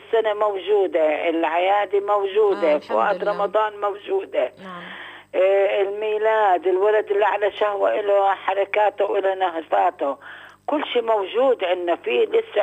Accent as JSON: {"language": "Arabic", "town": "Nablus", "region": "West Bank", "country": "Palestine", "tie": "born or raised there", "said": "طب أنا بنت نابلس وعايشة في نابلس وأم الدنيا"}